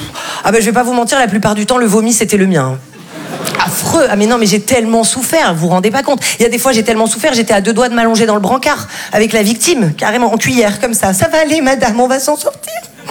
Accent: Valdeblore, Provence-Alpes-Côte d'Azur, France; moi je viens d'un tout petit village qui s'appelle Val-de-Blore.

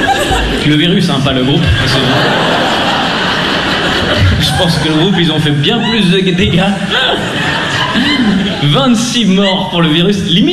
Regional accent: Lausanne, Vaud, Switzerland; Moi, je viens de Lausanne.

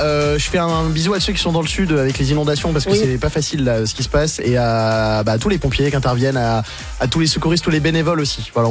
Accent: Nouvelle-Aquitaine, France; Ouais, j'ai passé mon enfance à dire que je venais de La Rochelle alors que c'était à 45 minutes de Sainte.

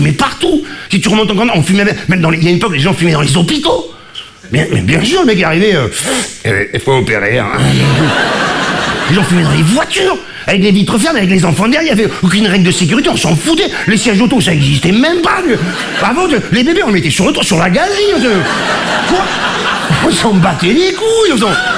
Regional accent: Marseille, Provence-Alpes-Côte d'Azur, France; now in Paris, France; quand je suis arrivé à Paris, je suis mec d'Afrique du Sud, j'étais marseillais, bourgeois, ouais, il est feignant, tout ça.

